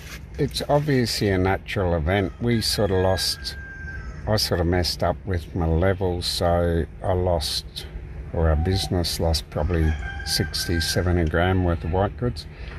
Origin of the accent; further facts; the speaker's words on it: Melbourne, Victoria, Australia; also born or lived in Alice Springs / Darwin; Yeah, I was born in Melbourne. Spent a bit of my life, primary school and that, down there, sort of various places.